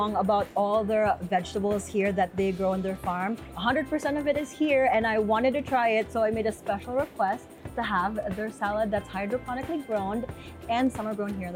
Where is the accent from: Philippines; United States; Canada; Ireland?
Philippines; I'm so Filipino where I love everything in sauce.